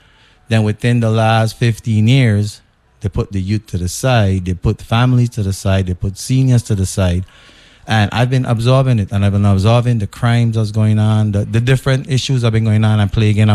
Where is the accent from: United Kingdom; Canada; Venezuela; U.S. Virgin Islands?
U.S. Virgin Islands; St. Croix; also born or lived in New York City; Yeah, I was born and raised here on St. Croix.